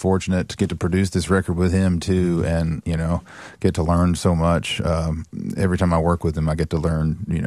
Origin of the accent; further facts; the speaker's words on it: Kentucky, United States; I'm from East Kentucky